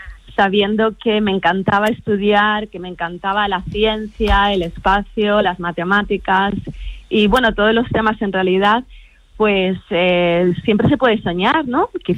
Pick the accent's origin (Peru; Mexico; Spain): Spain; Madrid, Community of Madrid; Lo cierto es que, bueno, yo soy de Madrid